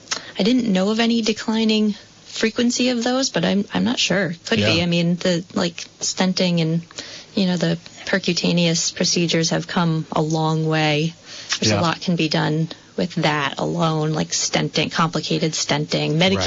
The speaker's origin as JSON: {"language": "English", "region": "Connecticut", "country": "United States", "tie": "born or raised there", "said": "No, I grew up in Connecticut."}